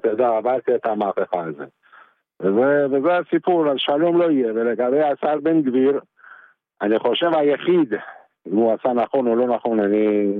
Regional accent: Iran; לא, תשמע, אני גדלתי בשכונה באיראן שהמוסלמים היינו שכנים והיינו אחים והיינו יותר ממה שאתה חושב

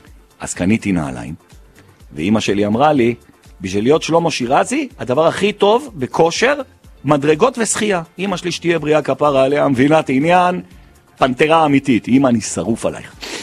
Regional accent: Jerusalem, Jerusalem District, Israel; born there; בגלל שאני נולדתי בארץ, זכיתי להיות קודם כל יהודי ואחרי זה ישראלי שנולד בירושלים ובעזרת השם ימות בירושלים

